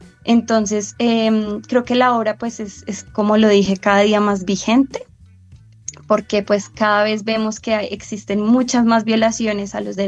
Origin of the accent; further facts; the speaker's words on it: Colombia; vemos la necesidad como colombianos y como latinoamericanos de seguir migrando a estos países en busca de una mejor oportunidad.